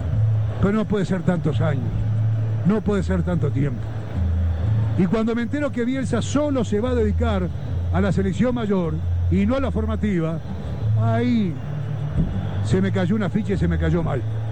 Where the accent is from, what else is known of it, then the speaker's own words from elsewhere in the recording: Uruguay; Somos los futboleros uruguayos. Somos la sociedad uruguaya.